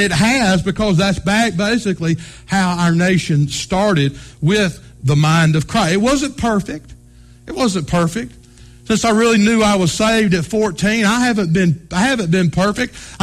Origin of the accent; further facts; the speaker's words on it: Georgia, United States; Years ago when I grew up in South Georgia